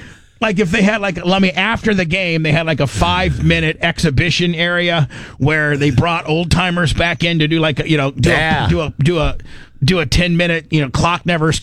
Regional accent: Warsaw, Indiana, United States; So Gene, I grew up in Warsaw, which is the capital of, or the, you know, the you know, each county has, like, let me, each county has its capital.

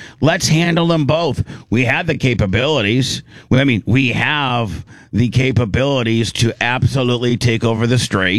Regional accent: United States; I'm just over it as an American.

